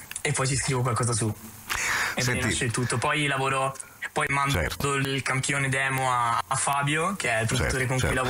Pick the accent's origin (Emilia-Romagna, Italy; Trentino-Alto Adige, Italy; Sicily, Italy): Trentino-Alto Adige, Italy; Trento; also born or lived in Apulia